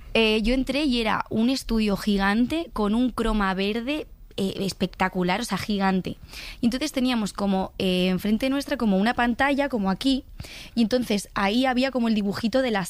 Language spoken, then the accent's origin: Spanish; Valencia, Valencian Community, Spain; yo soy de Valencia, estaba estudiando allí interpretación, teatro musical